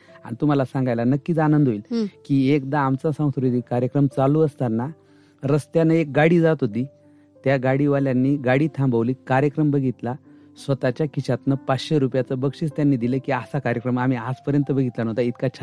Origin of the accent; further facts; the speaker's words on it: Pimpalner, Maharashtra, India; moved away as an adult; माझं बालपण आणि शिक्षण पिंपळनेर धुळे जिल्ह्यात.